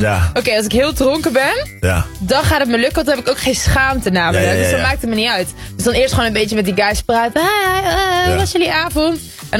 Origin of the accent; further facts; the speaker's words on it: Eindhoven, North Brabant, Netherlands; ik ben dan opgegroeid in Eindhoven